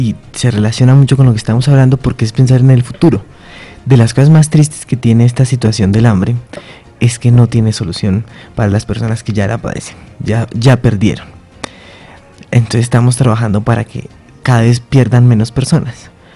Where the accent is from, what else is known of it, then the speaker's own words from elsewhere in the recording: Colombia; a veces se nos olvida que somos colombianos